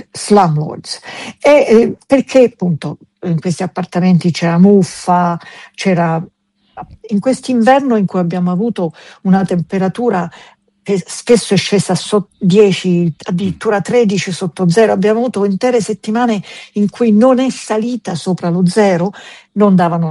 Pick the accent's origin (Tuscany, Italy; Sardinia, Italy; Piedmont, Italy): Tuscany, Italy; also born or lived in Sicily; Io sono siculo toscana.